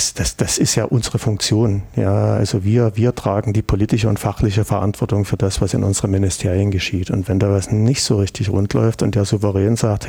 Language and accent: German; East Germany, Germany; ich bin ja auch hier im Osten groß geworden.